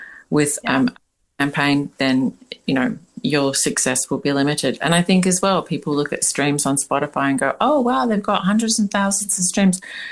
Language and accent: English; Australia; As an Australian person